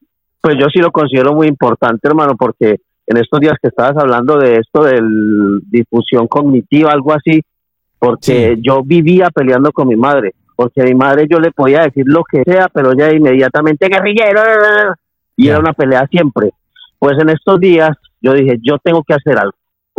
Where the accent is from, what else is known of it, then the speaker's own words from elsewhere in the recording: Colombia; yo soy colombiano